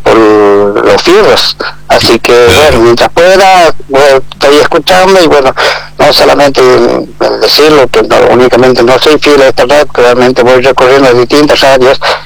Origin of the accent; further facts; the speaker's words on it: Rinconada, Jujuy, Argentina; also born or lived in Buenos Aires; trabajaba cuando vine del departamento de Rinconada, San Salvador de Jujuy, yo iba a la escuela nocturna.